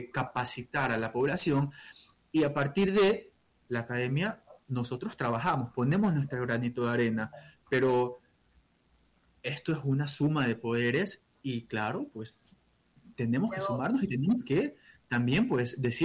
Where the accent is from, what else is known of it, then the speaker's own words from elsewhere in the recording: Ecuador; La cultura es un tema de que nosotros, como ecuatorianos y en la academia... la trabajamos y tenemos que fortalecerla constantemente.